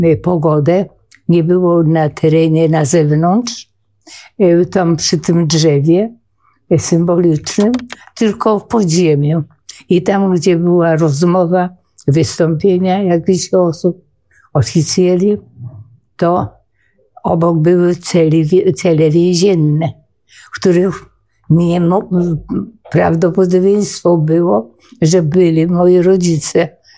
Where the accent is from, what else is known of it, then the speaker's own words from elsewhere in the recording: Masovian Voivodeship, Poland; bo ja w ogóle mieszkałam, wychowywałam się w Cytadeli od urodzenia, z uwagi na to, że ojciec wojskowy.